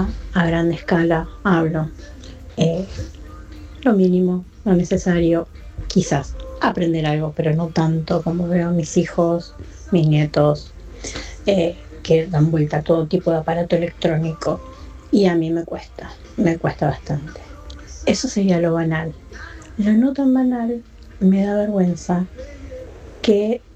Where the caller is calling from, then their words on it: La Plata, Buenos Aires Province, Argentina; de La Plata.